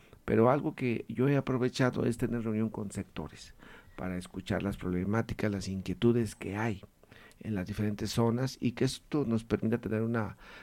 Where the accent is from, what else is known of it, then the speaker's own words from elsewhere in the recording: Paracho, Michoacán, Mexico; Aquí de la meseta Purépecha. Efectivamente, yo soy de Paracho. Nací el 1 de marzo de 1979.